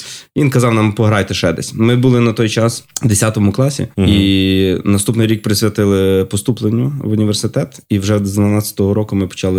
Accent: Lviv, Lviv Oblast, Ukraine; Довженка, оскільки я з Сихова, старого Сихова.

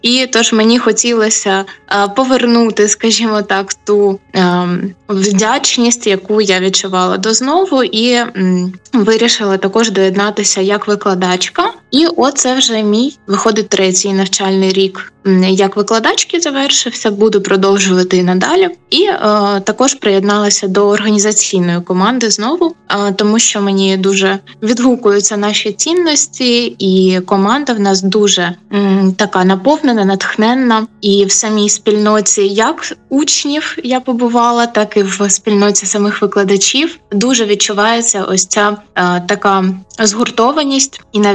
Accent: Mykolaiv, Mykolaiv Oblast, Ukraine; moved away as an adult; now in Odesa, Ukraine; тому що я сама з Миколаєва

